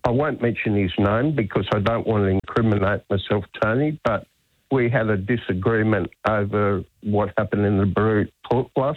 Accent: Sydney, New South Wales, Australia; I'm from Sydney.

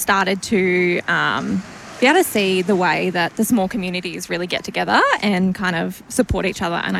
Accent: Gippsland, Victoria, Australia; I grew up down in Gippsland

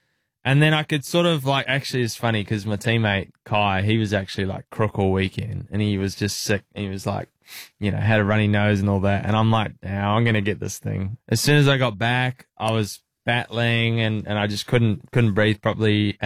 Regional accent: New Zealand; growing up in New Zealand

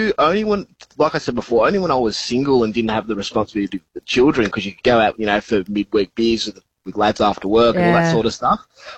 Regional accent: New South Wales, Australia; moved away as an adult; now in Townsville, Australia; No, I grew up in New South Wales.

